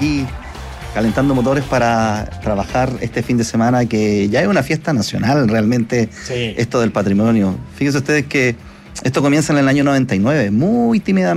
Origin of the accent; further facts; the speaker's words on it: Valparaíso, Chile; Y precisamente de mi amada ciudad, Valparaíso.